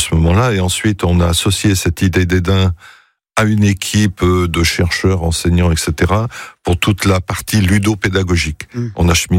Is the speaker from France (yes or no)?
yes; France; on a atterri dans le village de Vézeron-Scurtin, qui se trouve, c'est mon village natal.